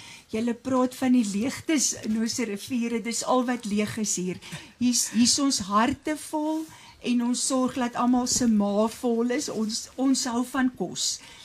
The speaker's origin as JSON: {"language": "Afrikaans", "town": "Robertson", "region": "Western Cape", "country": "South Africa", "tie": "born or raised there", "moved": "yes", "lives_now": "Fraserburg, South Africa", "said": "Ek bly nou al hier vir 10 jaar, maar ek het op Rabbitson groot geword en nou sit ek in die vol Karoo, maar soos hulle sê, alles in die Karoo is nie plat nie."}